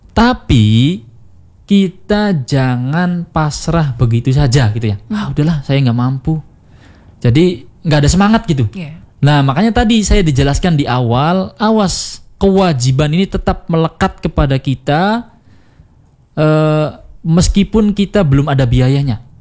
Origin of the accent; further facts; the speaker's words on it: Cirebon, West Java, Indonesia; kita orang Cirebon di sini